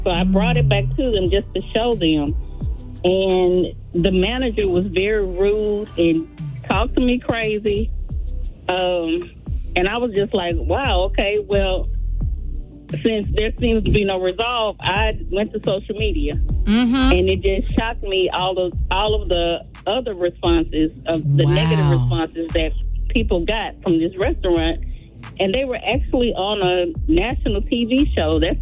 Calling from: Cypress, Texas, United States; Cypress, Texas.

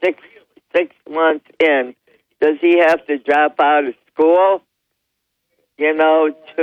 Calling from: Dickinson, New York, United States; from the town of Dickerson.

